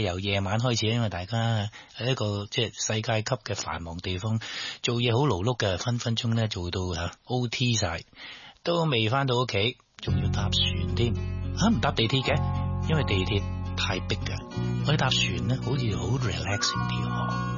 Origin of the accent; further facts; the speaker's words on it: Hong Kong; 好细嘅大都会嚟㗎嘛，咁所以我哋喺度生长喺度成长啦。